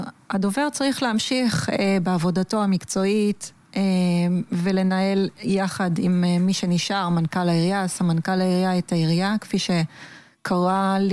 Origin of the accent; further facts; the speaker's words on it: Netanya, Central District, Israel; דוברת של עיריית נתניה, העיר שלי, העיר שגדלתי בה.